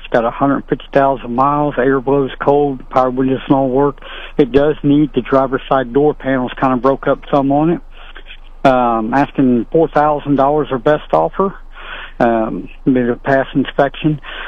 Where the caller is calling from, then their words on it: Sedalia, Missouri, United States; Yes, I'm calling from the Sedalia area.